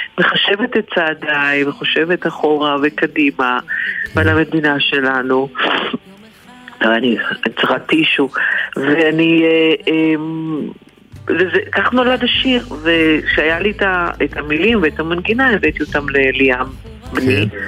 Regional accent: Tel Aviv, Tel Aviv District, Israel; בתוך העיר תל אביב שאני כל כך אוהבת. וזה התחבר לי ביחד, כי כל חיי גדלתי פה, הוריי ילדו אותי פה, ואני מאוד אוהבת את העיר

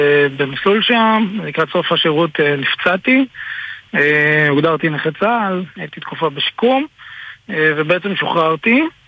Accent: Southern District, Israel; אז אני מהדרום, משרת כקצין אגם בחממה, חמל האש של פיקוד הדרום, ופה מתחילת המלחמה.

